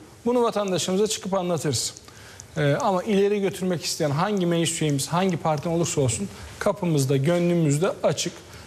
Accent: İzmir, Turkey; Biliyorsunuz ben İzmir milletvekiliyim. Evet. Doğma büyüme İzmirliyim.

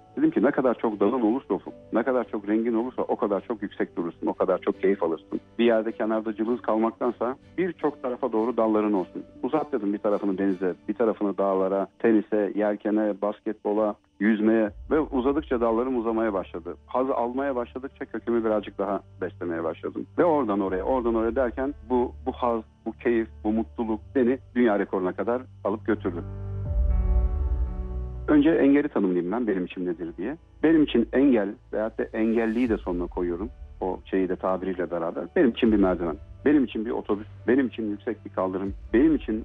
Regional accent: Kars, Turkey; also born or lived in Gölcük; 1976 Kars doğumluyum. İlk öğretimimi Kars'ta, diğer öğrenimlerimi de Kocaeli'nin Gölcük ilçesinde tamamladım.

